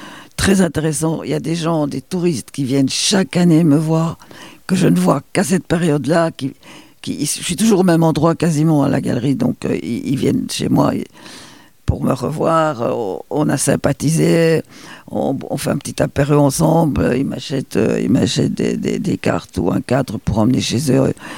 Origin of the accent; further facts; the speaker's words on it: Belgium; moved away as an adult; now in Châtillon-en-Diois, France; Je suis belge aussi, il est parfait. Et voilà. Moi, j'étais à l'internat en Belgique, très jeune, à partir de 8 ans jusqu'à mes 20 ans.